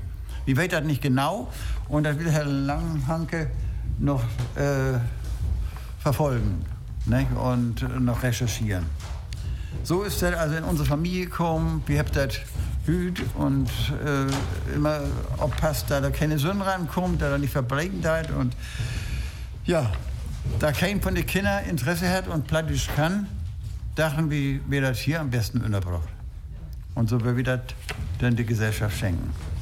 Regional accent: Berlin, Germany; also born or lived in Husum / Heide; now in Hamburg, Germany; Ich komme aus Berlin eigentlich. Meine jungen Jahren habe ich in Berlin verbracht. Flucht nach Husum, 45.

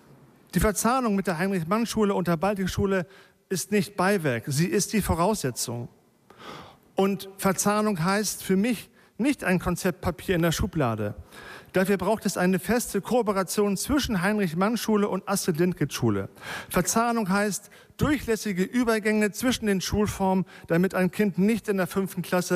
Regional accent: Kunzforde, Germany; Ich bin in Kunzforde aufgewachsen, dem Dorf nebenan.

